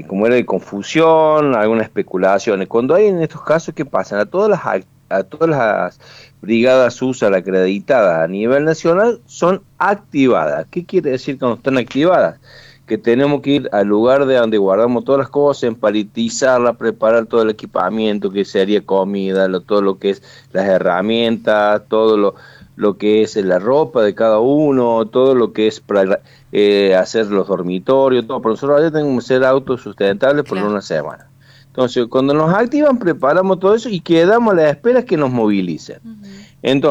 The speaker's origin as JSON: {"language": "Spanish", "region": "Córdoba", "country": "Argentina", "said": "Nosotros estamos en Córdoba, somos de Córdoba."}